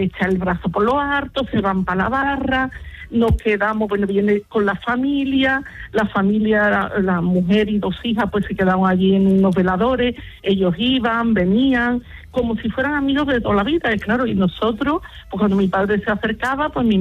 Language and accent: Spanish; Andalusia, Spain; Cuando tenía 7-8 años, pues solíamos ir un día a la feria de Jerez, desde mi pueblo, que está cerca.